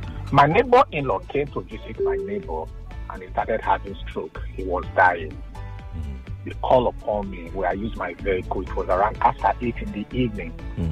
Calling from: Awoyaya, Lagos, Nigeria; I'm calling in from Awoyaya.

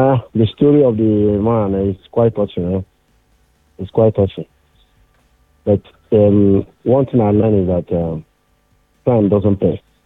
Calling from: Lagos, Nigeria; I'm calling from Ikoyi.

